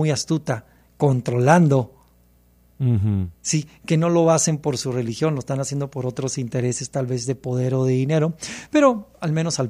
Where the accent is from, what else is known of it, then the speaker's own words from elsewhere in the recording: United States; una crisis de identidad que hemos tenido como americanos, como estadounidenses